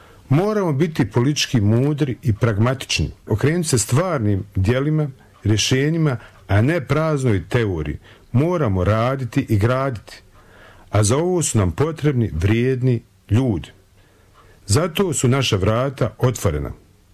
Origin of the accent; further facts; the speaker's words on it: Ilijaš, Sarajevo Canton, Bosnia & Herzegovina; rođen sam i živim u Iljašu